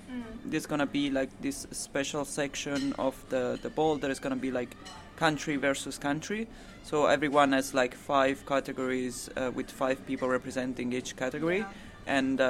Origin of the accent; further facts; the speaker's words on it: Italy; I'm from Italy and my father's family is from Naples.